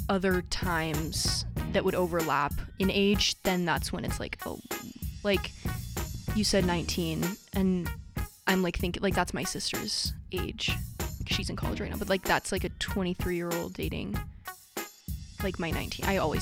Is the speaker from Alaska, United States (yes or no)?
yes; Alaska, United States; moved away; I'm from Alaska.